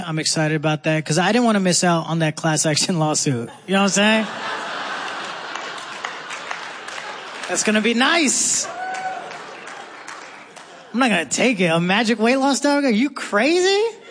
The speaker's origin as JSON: {"language": "English", "region": "Texas", "country": "United States", "tie": "born or raised there", "also_born_or_lived": "India / Ohio", "said": "I was born in India, and then when I was six, my family moved to Texas. Okay, and after Texas, we moved to Ohio."}